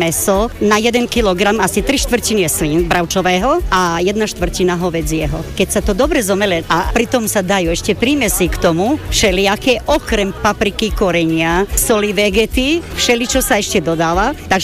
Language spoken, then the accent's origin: Slovak; Stara Pazova, Vojvodina, Serbia